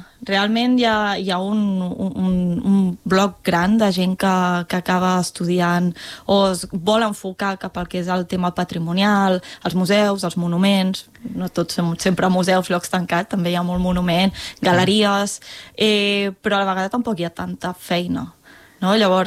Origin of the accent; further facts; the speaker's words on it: Terrassa, Catalonia, Spain; Jo soc de Terrassa.